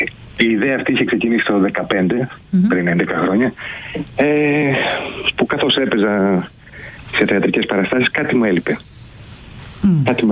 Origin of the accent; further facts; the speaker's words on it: Greece; σαν Έλληνες, σαν κουλτούρα τέλος πάντων.